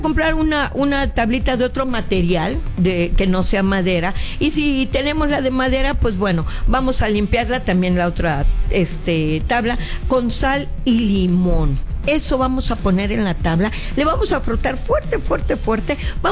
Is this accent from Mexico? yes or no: yes; Veracruz, Mexico; Pues somos paisanos de Veracruz.